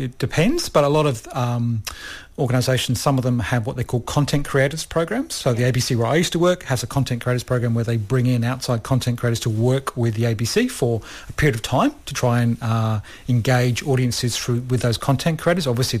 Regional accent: Australia; And as your audience may be able to hear, I am Australian by background.

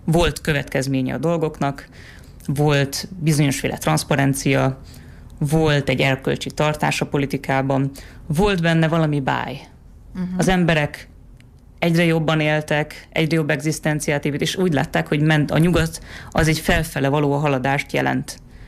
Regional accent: Hungary; akkor is mi magyarok vagyunk. Megvan a sajátos világlátásunk, megvan a sajátos nemzeti karakterisztikánk.

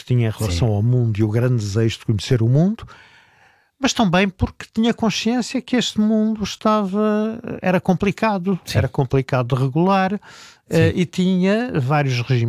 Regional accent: Redondo, Alentejo, Portugal; accent: Alentejan; Não, eu vinha do Redondo. E no Redondo eu falava sim. como os redondenses, desta maneira.

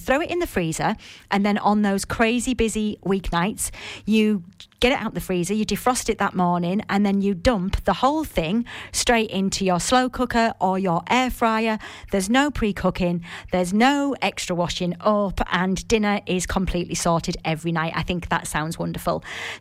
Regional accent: Northern England, United Kingdom; accent: northern; Don't I say that well in my nice northern accent?

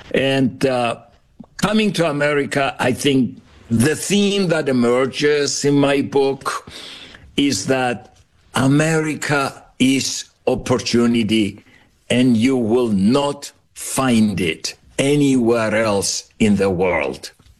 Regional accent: Cyprus; also born or lived in Famagusta; Yeah, I was born on the island of Cyprus. I'm Greek Cypriot. Actually, my wife and I were both Greek Cypriots. We grew up in Cyprus. And Jason, I was born in a very small village, no more than 1,000 people, this back in the 1950s.

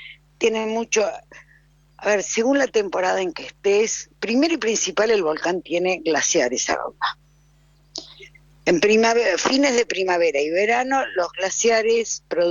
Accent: San Martín de los Andes, Neuquén, Argentina; born there; yo soy nacida en San Martín hace muchos años

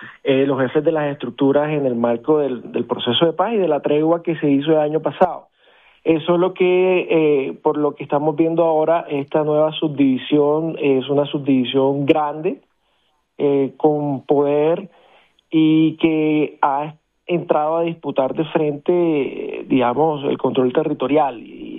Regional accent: Barranquilla, Atlántico, Colombia; Yo, como barranquillero que vivo en la ciudad, que crecí en Barranquilla, que amo mi ciudad

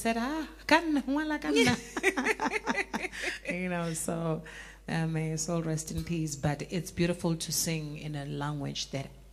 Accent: South Africa; first language Sepedi; English is a second language; It's my mother tongue. I've become alive. I think I express myself best when I sing in a language that I grew up speaking.

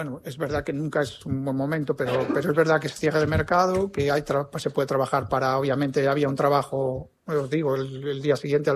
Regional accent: Pamplona, Navarre, Spain; soy de PTV, ¿no? De Pamplona de toda la vida, como me han dicho.

